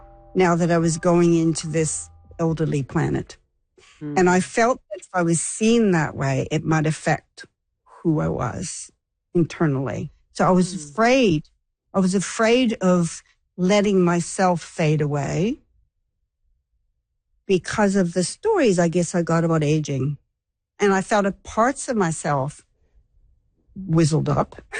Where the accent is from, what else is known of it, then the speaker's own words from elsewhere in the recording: Canada; moved away as an adult; now in Australia; I'm a Canadian living in Australia. I've been here 40 years.